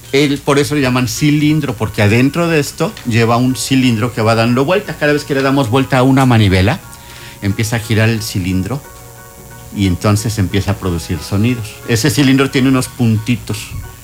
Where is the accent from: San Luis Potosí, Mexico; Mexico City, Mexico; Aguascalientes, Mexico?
Mexico City, Mexico; born there; Bueno, yo me acuerdo que era muy pequeño. Yo nací en la Ciudad de México y allá en el centro hay un parque muy famoso que se llama La Alameda.